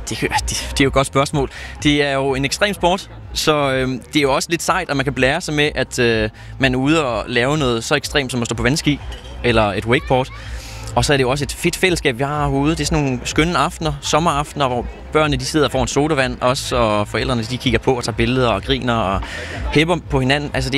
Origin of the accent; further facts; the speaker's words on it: Sweden; now in Hvide Sande, Denmark; fordi jeg voksede op i Sverige, men det var nok ikke en kompliment.